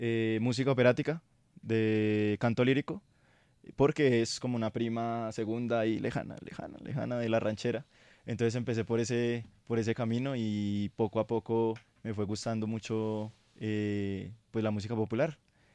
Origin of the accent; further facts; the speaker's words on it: Manizales, Caldas, Colombia; Bueno, yo soy de Manizales Caldas, sí. Soy manizaleño, pero de familia caldense, mi papá es de La Dorada Caldas